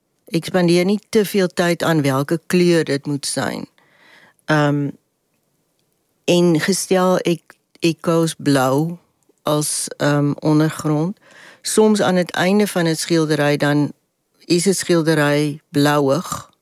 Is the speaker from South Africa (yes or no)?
yes; Western Cape, South Africa; moved away; Ik kom uit een plek genaamd Koue Bokkeveld.